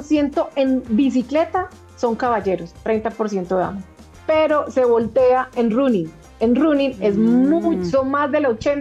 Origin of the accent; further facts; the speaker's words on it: Colombia; ya que estos invitados internacionales nos conozcan como gente, como colombianos que somos